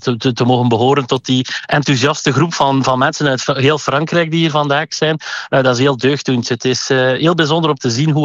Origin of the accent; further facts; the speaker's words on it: Ghent, Flanders, Belgium; Ik ben een Gentenaar, voor een bisschop voor Gent